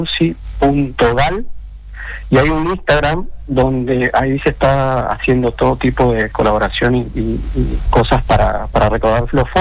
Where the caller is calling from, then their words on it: Puerto Tirol, Chaco, Argentina; Nosotros somos de Chaco, somos sí. de la localidad de Puerto Tirol